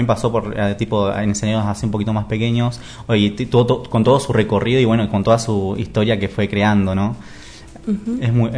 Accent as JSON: {"language": "Spanish", "region": "Río Negro", "country": "Argentina", "tie": "born or raised there", "also_born_or_lived": "Neuquén", "said": "yo, o sea, estuve viviendo nací en Neuquén, estuve viviendo toda mi vida en Río Negro"}